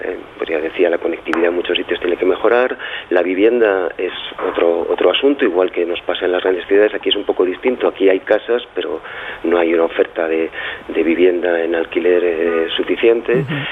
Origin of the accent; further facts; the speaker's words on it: Berlanga de Duero, Castile and León, Spain; Berlanga de Duero con una densidad de población de 800 habitantes, sí, pues sí que realicé la ESO en mi pueblo, luego tuve que ir a Burgo de Osma, un pueblo más grande